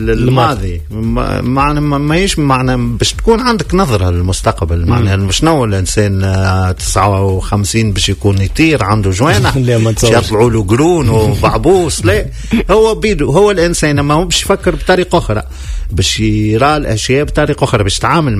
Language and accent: Arabic; Tunisia; السينما اللي عندنا في تونس